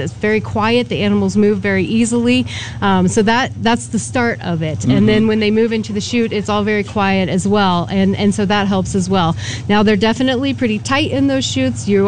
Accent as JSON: {"language": "English", "region": "New Mexico", "country": "United States", "also_born_or_lived": "Texas", "moved": "yes", "lives_now": "Cheyenne, United States", "said": "I'm originally from New Mexico and Texas. My parents have a ranch in New Mexico, nice. But I've been in Cheyenne for almost 20 years and in Wyoming for over 20 years."}